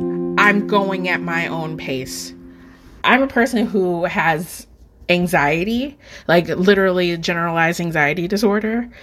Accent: Detroit, Michigan, United States; moved away as an adult; now in Chicago, United States; I'm originally from Detroit and graduated 2004 and then moved out here in 2005.

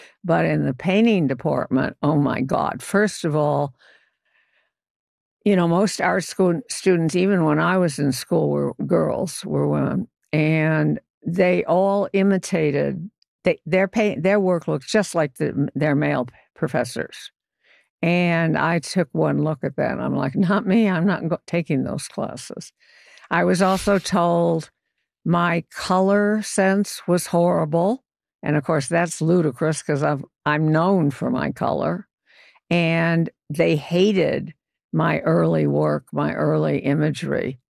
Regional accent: Chicago, Illinois, United States; And I grew up in Chicago. At 5, I started.

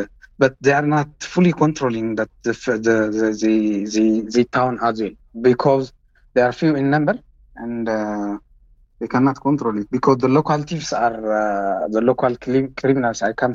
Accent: Mekelle, Tigray, Ethiopia; from Mekele.

